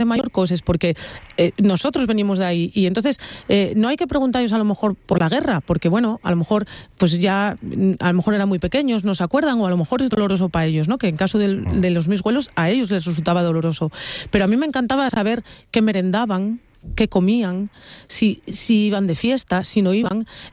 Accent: Asturias, Spain; porque nosotros, a mí siempre me gusta decir que los cuencas mineres somos crisol de razas encrucijada de caminos, porque aquí vino muchísima gente de toda España

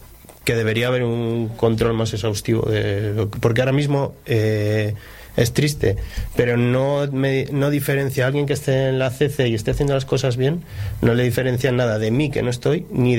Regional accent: Cantabria, Spain; queremos apoyar la España, la Cantabria vaciada, el mundo rural, pero luego realmente, si es que mi pueblo está a 8 kilómetros de autovía, a 14 del instituto

